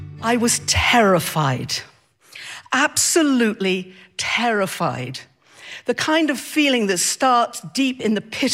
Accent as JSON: {"language": "English", "region": "the north of England", "country": "United Kingdom", "moved": "as an adult", "lives_now": "Maryland, United States", "said": "I am originally from England, from the north of England, and I now live in Maryland. I'm a naturalized citizen and very proud to be so."}